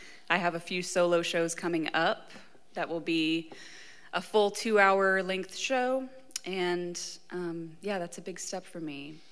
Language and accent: English; Knoxville, Tennessee, United States; Yeah, right here in Knoxville, Tennessee. I went to West High School and UT.